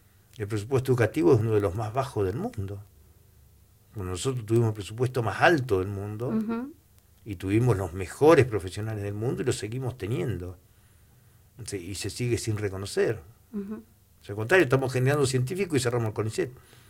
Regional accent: Santa Cruz, Argentina; capaz el encierro, la estepa misma nos hace más duros. Más hoscos, tal vez.

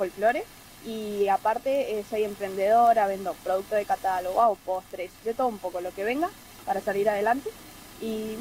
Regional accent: Perito Moreno, Santa Cruz, Argentina; Nacida y criada en Perito, Madre. Exactamente.

